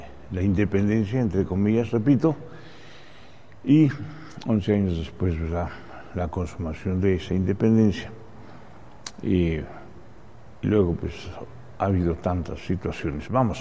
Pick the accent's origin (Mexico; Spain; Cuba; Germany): Mexico